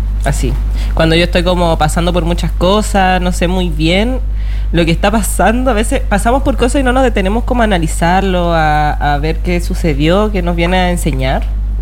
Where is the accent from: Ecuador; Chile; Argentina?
Chile; Calama, Antofagasta; Soy calamiña, nací allá, mi familia bien nortina también por lo demás. Mi mamá nacía en Chuquicamata